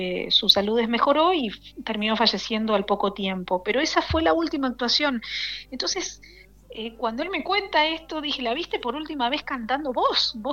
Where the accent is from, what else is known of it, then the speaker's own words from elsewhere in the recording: Rosario, Santa Fe, Argentina; yo grabé la voz en Rosario, soy rosarina